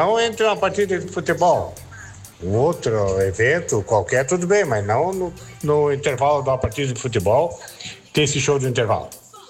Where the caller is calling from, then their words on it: Brazil; aqui de Xerede.